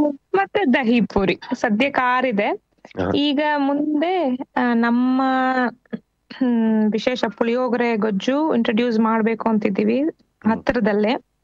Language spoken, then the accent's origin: Kannada; Bangarapet, Karnataka, India; born there; moved away; ಬಂಗಾರಪೇಟ್ ಪಾನಿ ಅನ್ನೋದು ಸಿಗುತ್ತಲ್ಲ, ರೆಗ್ಯುಲರ್ ಪಾನಿ ತರ ಇರೋದಿಲ್ಲ, ನಮ್ಮೂರಿಂದೇ ಸಿಗುತ್ತೆ.